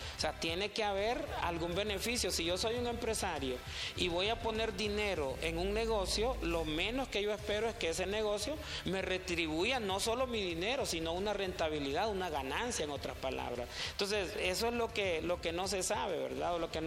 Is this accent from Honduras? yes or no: yes; Honduras; por lo que conozcamos nosotros como hondureños